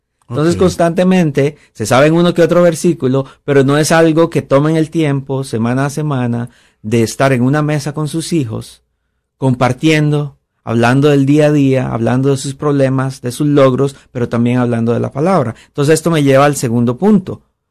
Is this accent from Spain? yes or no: no; Costa Rica; moved away; mi país de origen, que es Costa Rica.